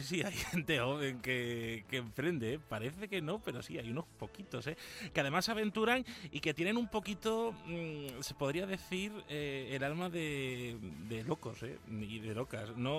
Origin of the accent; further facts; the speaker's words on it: Andalusia, Spain; eso nos lo entendemos nosotros, los andaluces, que nuestra propia idiosincrasia nos afecta